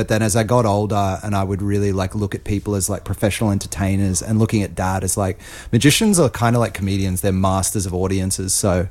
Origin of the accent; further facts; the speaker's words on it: Noosa, Queensland, Australia; Sunrise Beach, Noosa. Yeah, I was in Noosa for 25 years.